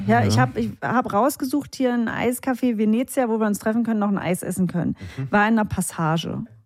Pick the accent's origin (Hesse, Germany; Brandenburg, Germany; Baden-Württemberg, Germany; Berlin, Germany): Brandenburg, Germany; Rathenow; Das ist meine Heimatstadt und ich liebe meine Heimatstadt. Es war neulich wieder so, als ich war in Rathenow, um mit meiner Mutter Kinderübergabe zu machen.